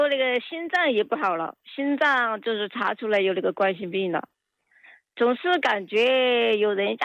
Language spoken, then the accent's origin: Chinese; Chongqing, China; 哎，我是重庆的，